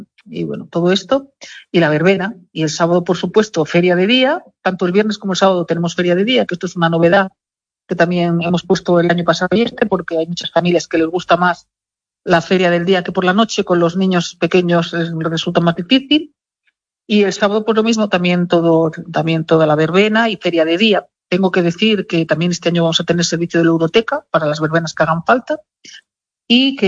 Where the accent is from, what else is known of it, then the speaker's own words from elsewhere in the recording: Alfacar, Andalusia, Spain; En Alfacar todos tenemos apodos.